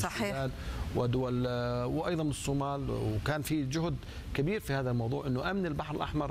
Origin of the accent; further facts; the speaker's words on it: Jordan; عندنا في الاردن